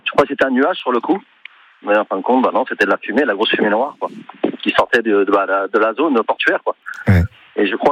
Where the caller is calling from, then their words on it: Canet-en-Roussillon, Occitanie, France; J'habite à Canet